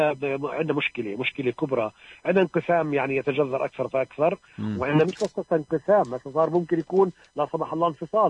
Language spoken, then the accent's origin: Arabic; Palestine; نحن كفلسطينيين